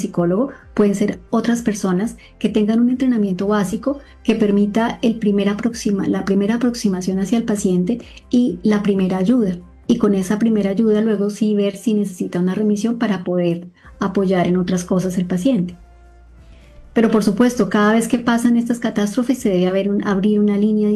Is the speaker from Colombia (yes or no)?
yes; Colombia; nosotros como colombianos y como latinoamericanos en general es el soporte de la familia.